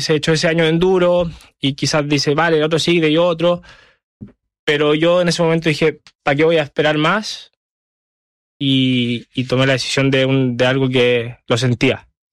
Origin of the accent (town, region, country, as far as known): Chile